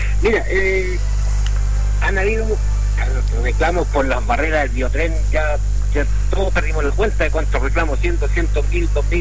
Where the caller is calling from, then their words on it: Chile; estamos como buen chileno esperando